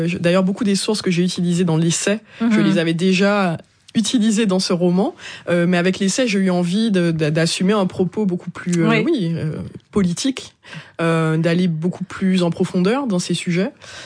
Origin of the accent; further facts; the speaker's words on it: Martinique; Non, moi je suis née en Martinique, j'ai grandi en Martinique, contrairement à ce personnage.